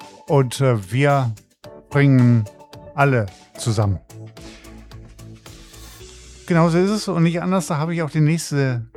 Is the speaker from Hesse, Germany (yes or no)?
yes; Hesse, Germany; ich bin ja ein Hesse, ich komme ja aus Hessen und ja, da babbelt man eben halt, ne?